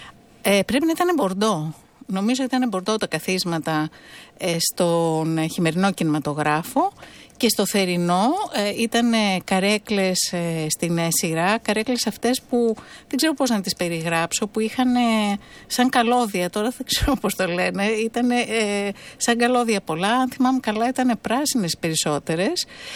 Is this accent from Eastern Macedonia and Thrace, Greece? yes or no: no; Athens, Attica, Greece; και εσύ και εγώ μεγαλώσαμε στο Παγκράτη. Εγώ εξακολουθώ να ζω στο Παγκράτη